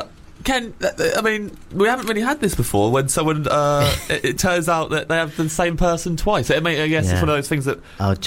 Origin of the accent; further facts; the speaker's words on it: Kettering, East Midlands, United Kingdom; I grew up in Kettering in Northamptonshire.